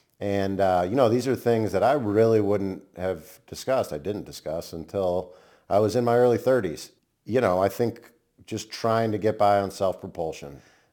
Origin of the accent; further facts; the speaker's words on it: St. Louis, Missouri, United States; born there; I was born in St. Louis, Missouri.